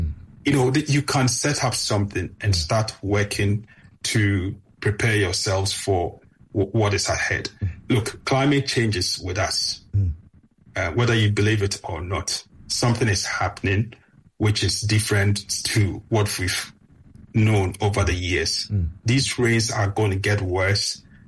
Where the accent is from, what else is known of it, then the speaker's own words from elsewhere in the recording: Ghana; English is a second language; now in United Kingdom; I grew up in Ghana without any swimming lessons. I had to come to the UK to learn how to swim.